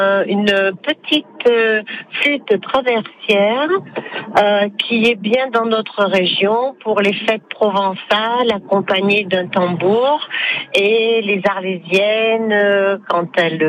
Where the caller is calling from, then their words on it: Rochefort-du-Gard, Occitanie, France; Rochefort-du-Gard.